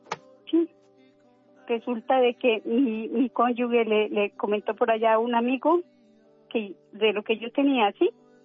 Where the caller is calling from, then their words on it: Cúcuta, Norte de Santander, Colombia; En Cúcuta.